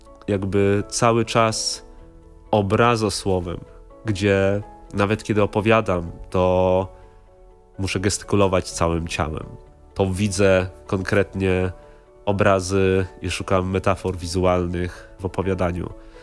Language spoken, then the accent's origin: Polish; Australia; first language English; Polish is a second language; Potem dopiero angielski, no bo ze względu na to, że się wychowałem w Australii, no to myślę po angielsku.